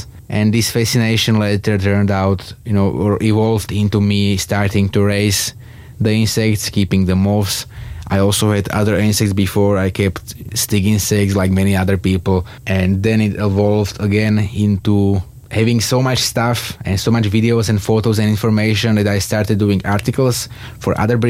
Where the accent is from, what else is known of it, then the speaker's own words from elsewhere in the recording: Bielý Kostol, Trnava Region, Slovakia; I'm from Bielý Kostol in Slovakia.